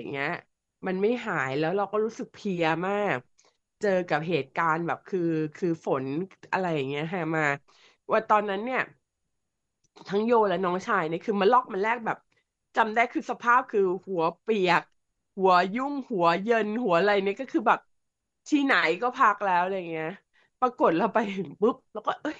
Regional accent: Bangkok, Thailand; เราเป็นคนกรุงเทพ

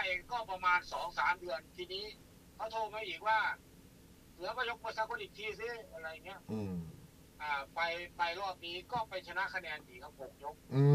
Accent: Ubon Ratchathani, Thailand; moved away; also born or lived in Phra Pradaeng; เราเป็นคนอุบล

